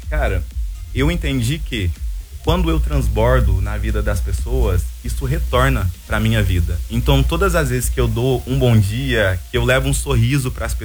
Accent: Franca, São Paulo, Brazil; moved away as an adult; now in Balneário Camboriú, Brazil; eu venho de Franca, São Paulo. É uma cidade do interior, fica a 500 quilômetros da capital de São Paulo.

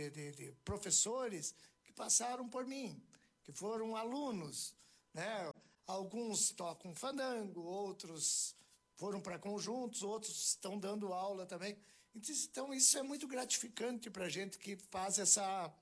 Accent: Mormaço, Rio Grande do Sul, Brazil; E a vida foi crescendo, e eu sou natural do Mormaço, então nós morávamos lá.

